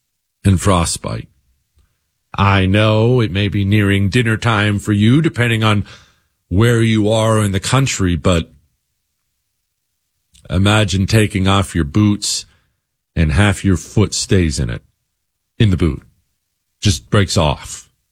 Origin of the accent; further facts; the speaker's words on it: Montana, United States; Told you these stories before growing up in Montana.